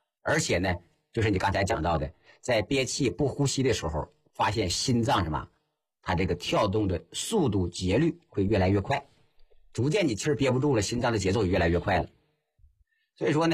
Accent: China; 你看我们中国人喜欢用个词儿叫什么，叫气绝身亡。

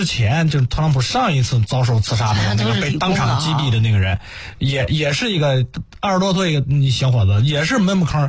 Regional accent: Xuzhou, Jiangsu, China; 我也是徐州这样土生土长了五十年、在铁路。

